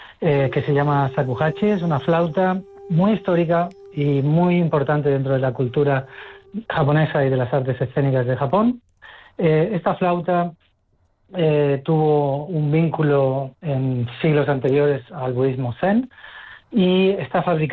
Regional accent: Spain; soy un músico español

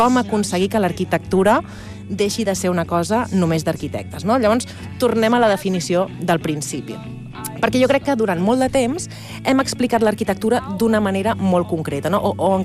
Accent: Barcelona, Catalonia, Spain

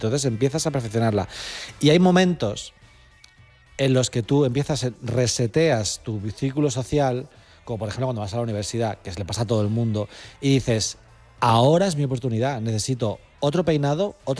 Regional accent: Alcorcón, Community of Madrid, Spain; yo soy de Alcorcón

